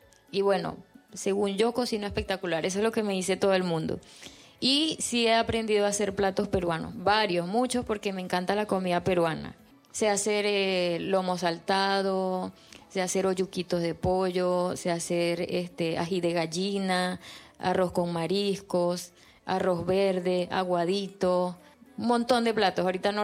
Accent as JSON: {"language": "Spanish", "country": "Venezuela", "moved": "yes", "said": "les parecía curioso el hecho de que era venezolana y cantaba cumbia."}